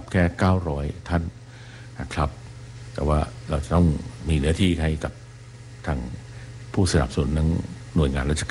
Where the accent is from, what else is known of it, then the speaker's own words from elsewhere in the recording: Bangkok, Thailand; ก็ตอนไปอยู่กันกับน้องสาวซึ่งเราก็เป็นเด็กกรุงเทพนะฮะที่มีไฟฟ้าแล้วก็มีโทรทัศน์ดู